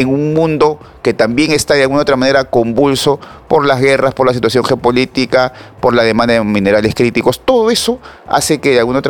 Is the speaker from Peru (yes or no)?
yes; Végueta, Lima, Peru; Yo soy de Vegeta